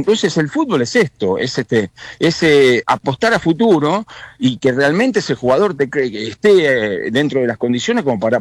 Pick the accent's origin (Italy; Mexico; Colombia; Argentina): Argentina; Yo debo ser el único argentino que haya tenido la posibilidad de poder hacerlo de entrada.